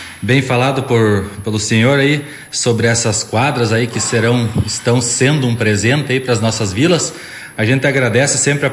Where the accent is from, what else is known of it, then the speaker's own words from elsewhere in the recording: Brazil; Eu que me criei na Vila Maria ali brincando, jogando bola com o pessoal